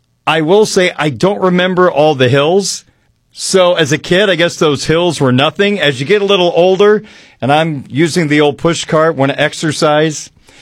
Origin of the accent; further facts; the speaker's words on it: Indiana, United States; now in Illinois, United States; Of course, here in Illinois, we play in the fall. I came from Indiana where they played in the spring, which I wouldn't want to do.